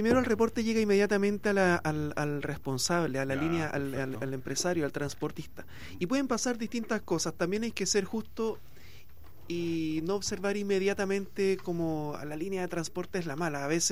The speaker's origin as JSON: {"language": "Spanish", "town": "Coyhaique", "region": "Aysén", "country": "Chile", "moved": "as an adult", "lives_now": "Valparaíso, Chile", "said": "No sé, yo vengo de Coyhaique, del sur, llegué aquí en el 2005."}